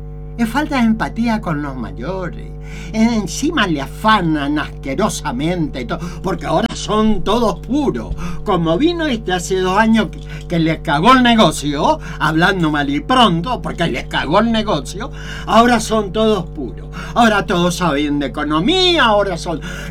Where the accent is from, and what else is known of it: Argentina